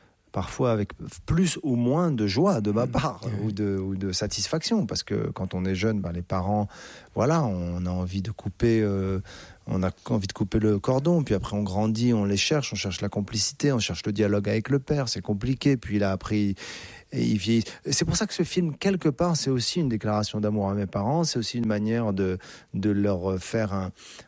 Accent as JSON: {"language": "French", "town": "Casablanca", "region": "Casablanca-Settat", "country": "Morocco", "tie": "born there", "said": "Je suis né à Casa et ses passions sont nées à Casa."}